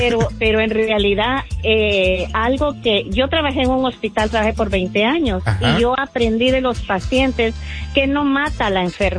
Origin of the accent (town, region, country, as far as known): La Gomera, Escuintla, Guatemala